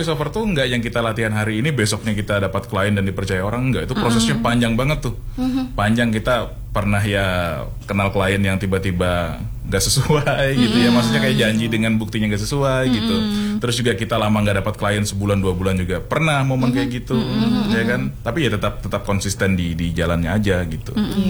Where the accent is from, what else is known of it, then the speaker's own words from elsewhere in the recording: Indonesia; saya kan orang Bali Jawa ya